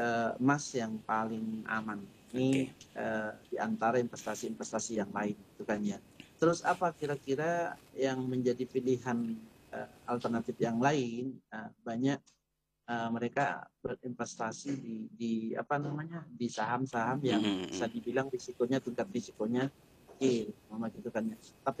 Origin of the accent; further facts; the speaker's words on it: East Java, Indonesia; kita orang Madura